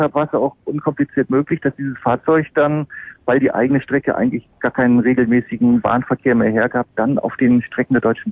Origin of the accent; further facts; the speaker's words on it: North Germany, Germany; Ich bin Norddeutscher, von daher bitte ich zu entschuldigen